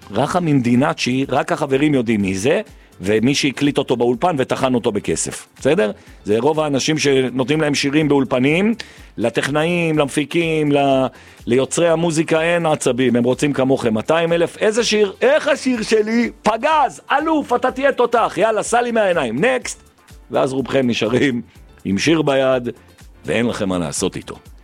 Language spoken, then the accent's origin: Hebrew; Jerusalem, Jerusalem District, Israel; 200 בקשות שירים, אני ירושלמי, 200, לי מותר לכם, אתם תגידו 200, אני 200.